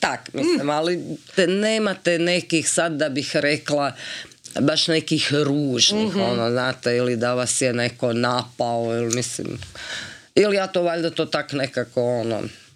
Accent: Slavonia, Croatia; ja sam inače Slavonka

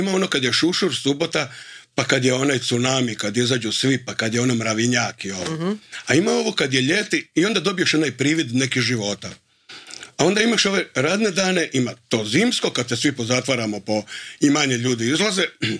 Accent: Požega, Požega-Slavonia County, Croatia; now in Zagreb, Croatia; Ja sam odraštao, rođen sam u Požegi.

